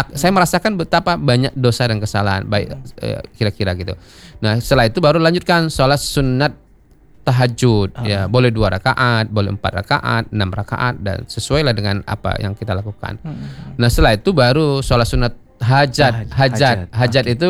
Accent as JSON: {"language": "Indonesian", "region": "West Sumatra", "country": "Indonesia", "said": "orang kita Minang"}